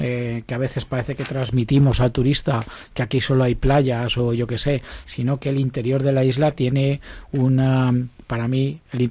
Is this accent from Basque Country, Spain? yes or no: no; Madrid, Community of Madrid, Spain; moved away as an adult; now in Mallorca, Spain; Yo soy de Madrid, llevo aquí 5 años en la isla